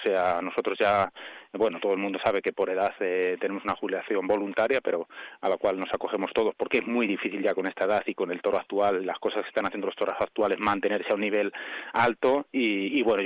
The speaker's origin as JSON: {"language": "Spanish", "town": "Zamora", "region": "Castile and León", "country": "Spain", "said": "soy de Zamora, pero entre Salamanca y Madrid mucho"}